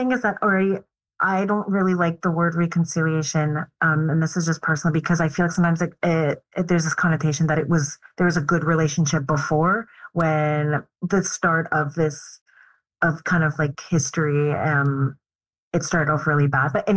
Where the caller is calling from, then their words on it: Montreal, Quebec, Canada; And I also, I'm speaking from Montreal.